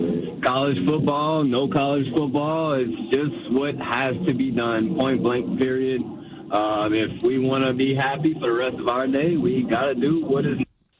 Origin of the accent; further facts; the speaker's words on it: Houma, Louisiana, United States; I am from Houma, Louisiana, about an hour 15 minutes southwest of New Orleans.